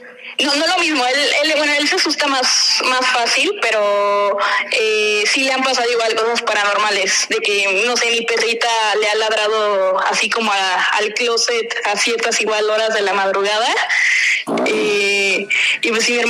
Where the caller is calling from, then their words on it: Mexico City, Mexico; De la Ciudad de México.